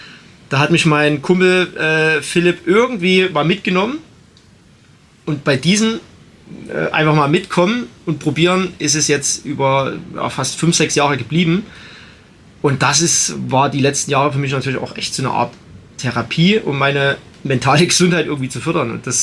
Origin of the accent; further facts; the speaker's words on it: Belgium; ich bin als Belgier auf Nummer 1 ins Ziel gekommen